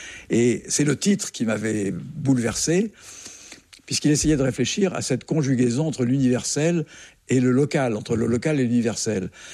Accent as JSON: {"language": "French", "country": "Algeria", "tie": "born there", "said": "Je suis né en 1944 en Algérie d'un père charentais, mon père était militaire, il était gaulliste, et d'une mère pied-noir."}